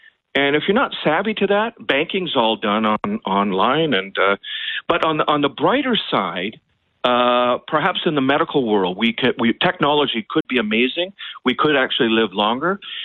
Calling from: Halifax, Nova Scotia, Canada; Stanfield Airport here in Halifax

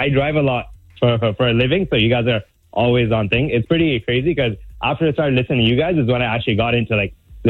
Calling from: Toronto, Ontario, Canada; I'm from Scarborough too.

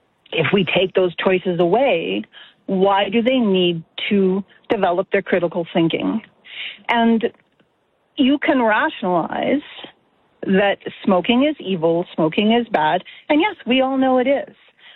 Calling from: Alberta, Canada; I am from Alberta.

